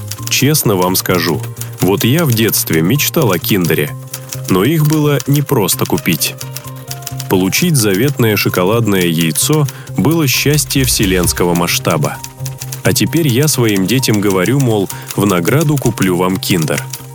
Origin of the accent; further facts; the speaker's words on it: Belarus; А как быть с тем, что мы, белорусы, пусть недолго, но жили неплохо, а потом как-то незаметно скатились к тому